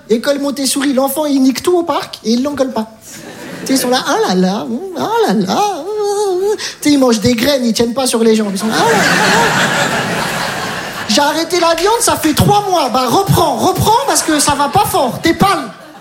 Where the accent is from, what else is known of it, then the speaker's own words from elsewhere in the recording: Metz, Grand Est, France; Je viens de Metz, j'ai tout abandonné.